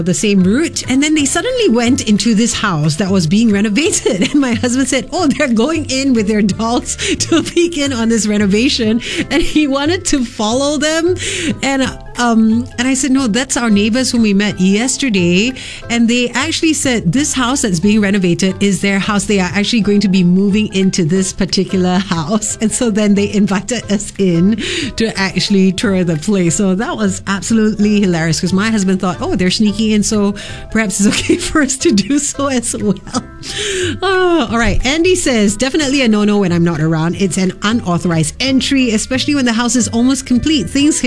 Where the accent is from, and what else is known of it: Singapore